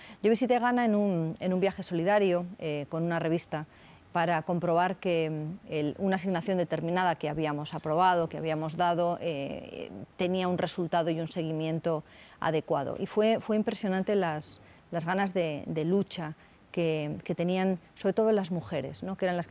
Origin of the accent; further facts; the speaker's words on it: Spain; como occidental, como española en este caso